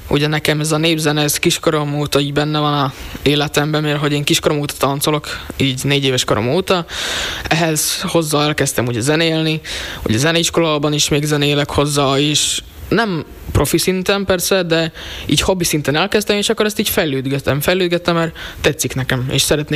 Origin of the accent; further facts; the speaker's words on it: Rožňava, Košice Region, Slovakia; Hát ide származunk